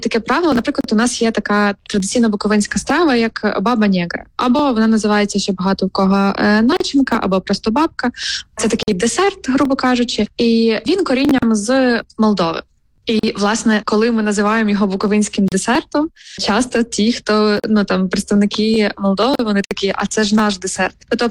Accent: Chernivtsi Oblast, Ukraine; тому що це моя мала батьківщина

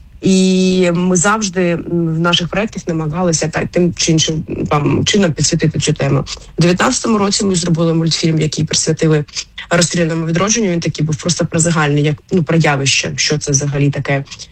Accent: Kharkiv, Kharkiv Oblast, Ukraine; Я сама з Харкова родом. І треба сказати, що коли я в дитинстві

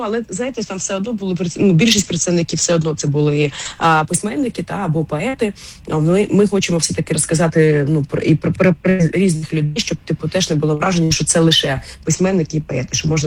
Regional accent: Kharkiv, Kharkiv Oblast, Ukraine; що я ж кажу, що я сама із Харкова, і я ще, ну, жила там геть недалеко від цього будинку, і добре його знаю.

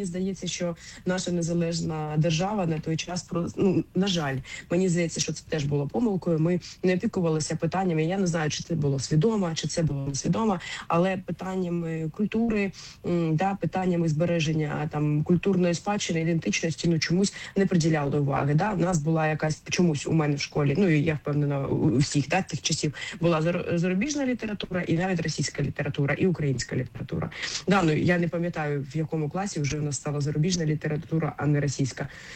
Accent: Kharkiv, Kharkiv Oblast, Ukraine; я ж кажу, що я сама із Харкова, і я ще жила геть недалеко від цього будинку, я добре його знаю.

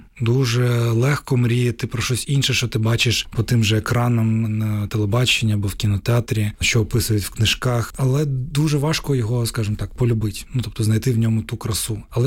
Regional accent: Crimea, Ukraine; moved away; не те, що заперечую Україну як батьківщину, це моя дійсно батьківщина, це моя велика батьківщина, але моя мала батьківщина, саме те, що мало би відображати мене, це є Крим

